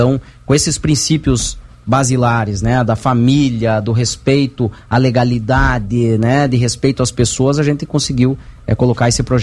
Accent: Pato Branco, Paraná, Brazil; É minha casa, é meu chão, é minha terra

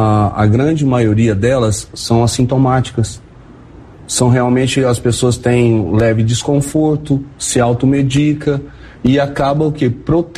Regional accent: Goiânia, Goiás, Brazil; accent: Goiano; moved away as an adult; Sou natural de Goiânia, né, do estado de Goiás.

